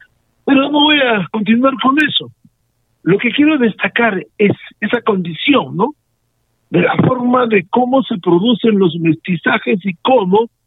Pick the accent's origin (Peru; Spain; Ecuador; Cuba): Peru; Arequipa